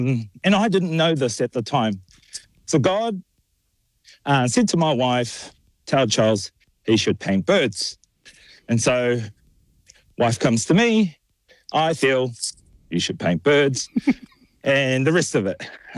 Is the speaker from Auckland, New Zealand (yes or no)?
yes; Auckland, New Zealand; Growing up in Auckland City, you're more susceptible to the city life and the hustle and bustle, the dark alleyways, the streets. And that was our upbringing.